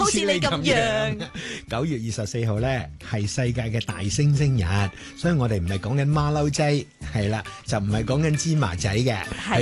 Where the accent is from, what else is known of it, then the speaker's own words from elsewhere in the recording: Hong Kong; 但好像跟我们香港人好像距离很远。